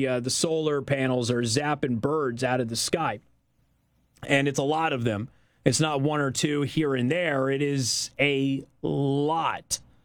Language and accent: English; Logansport, Indiana, United States; Casey, I grew up in Logansport. In the 1970s, that Tyson plant was a meat processing plant named Wilson's.